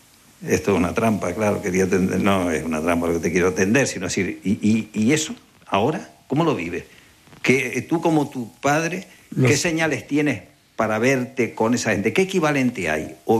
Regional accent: Guatiza, Canary Islands, Spain; e iba a Lanzarote, a Guatiza, a mi pueblo natal.

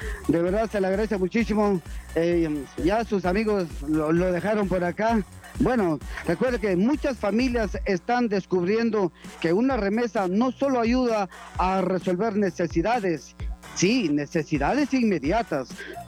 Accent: Guatemala; Son preguntas que uno nos hacemos como guatemaltecos, sabemos del esfuerzo que se hace diariamente allá en los Estados Unidos.

